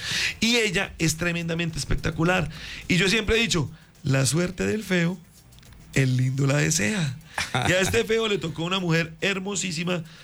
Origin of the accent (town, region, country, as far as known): Bucaramanga, Santander, Colombia; born there; also born or lived in Bogotá / Málaga, Santander